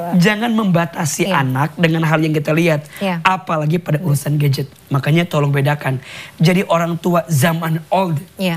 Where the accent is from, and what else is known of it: Garut, West Java, Indonesia